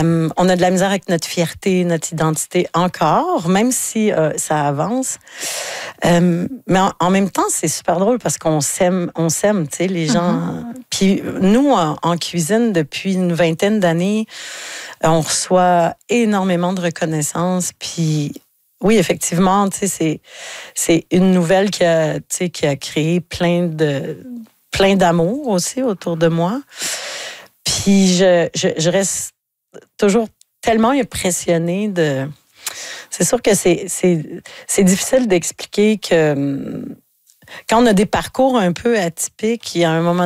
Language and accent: French; Quebec, Canada; chez nous, dans le Bas-Saint-Laurent